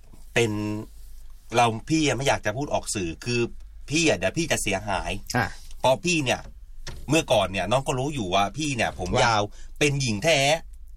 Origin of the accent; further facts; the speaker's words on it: Bangkok, Thailand; พี่เป็นคนภาคกลางพี่เป็นคนกรุงเทพ